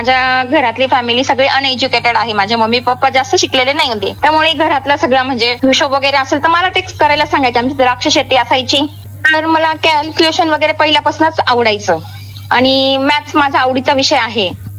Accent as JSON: {"language": "Marathi", "town": "Pathardi", "region": "Maharashtra", "country": "India", "tie": "born or raised there", "moved": "as an adult", "lives_now": "Nashik, India", "said": "मी मूळची पाथर्डीची आहे, पाथर्डी, आणि माझ्या लग्नानंतर मला नाशिक रोड देवळाली गाव इथे दिलेलं आहे।"}